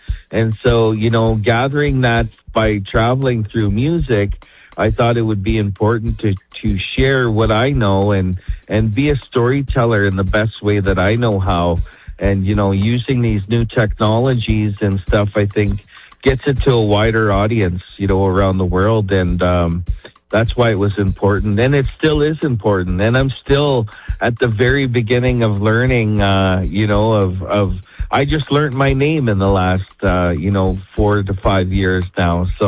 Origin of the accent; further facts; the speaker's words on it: George Gordon First Nation, Saskatchewan, Canada; travel to places like Fort Chip and, you know, Onion Lake and even my hometown, George Gordon's First Nation